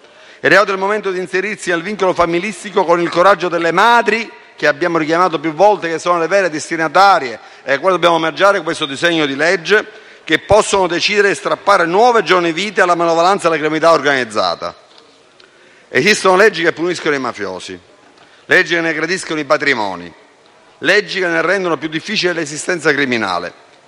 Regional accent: Palermo, Sicily, Italy; Vedete, sono palermitano, domenica, come voi ben sapete, è il 19 luglio.

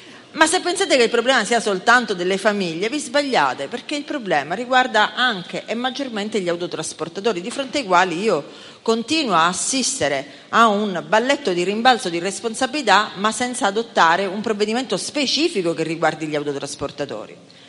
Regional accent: Sicily, Italy; Io sono un'isolana, sono siciliana

